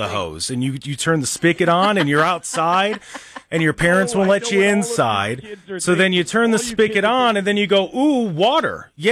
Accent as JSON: {"language": "English", "town": "Lodi", "country": "United States", "tie": "born or raised there", "said": "I grew up in Lodi."}